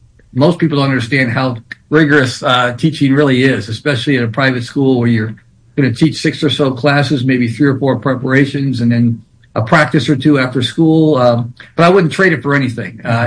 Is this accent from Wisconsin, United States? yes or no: yes; Wisconsin, United States; now in Phoenix, United States; I'm from Wisconsin, and so my family came from Wisconsin.